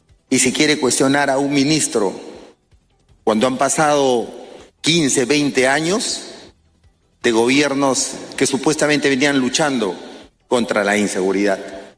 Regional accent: Lambayeque, Peru; yo soy de Lambayeque

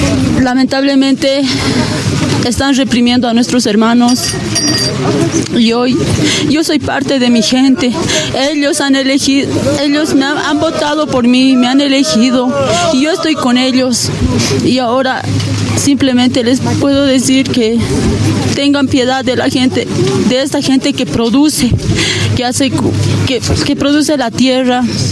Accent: Calamarca, La Paz, Bolivia; de Calamarca. Hoy nos sentimos muy indignados porque ha fallecido uno de nuestros hermanos aquí de mi pueblo.

